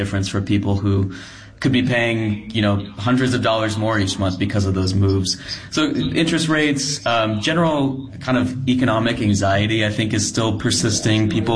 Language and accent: English; Austin, Texas, United States; I'm from Austin.